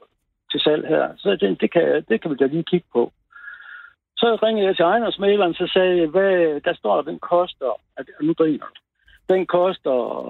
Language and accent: Danish; West Jutland, Denmark; moved away; Nu er jeg vestjyde